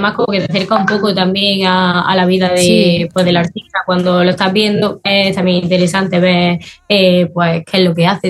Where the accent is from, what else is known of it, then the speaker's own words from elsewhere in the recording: Granada, Andalusia, Spain; Encima aquí de mi tierra, pues bueno, ojalá me escucharan en algún momento